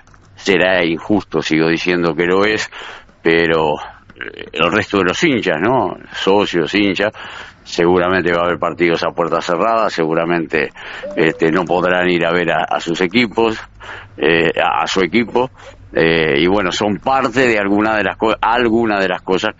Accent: Uruguay; como aficionado y como uruguayo

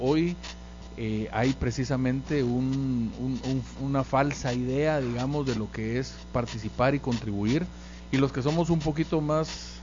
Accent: Guatemala

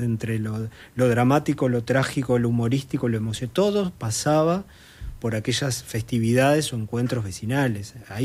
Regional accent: Montevideo, Uruguay; now in Malvín, Montevideo, Uruguay; Nací en La Unión. Y ese fue como el barrio de toda mi niñez y parte de mi juventud. Y después, en realidad, en mi vida más de adulto fue Malvín.

